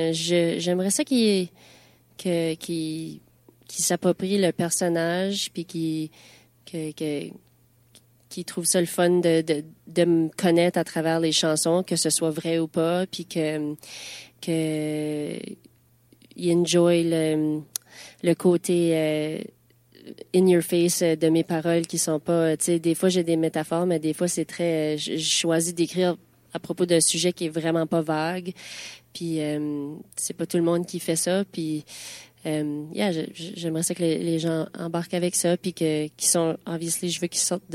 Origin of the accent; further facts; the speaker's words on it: Canada; now in Moncton, Canada; Moi, je suis acadienne, mais je suis pas chiac. Je suis à cette heure parce que ça fait longtemps que j'habite à Moncton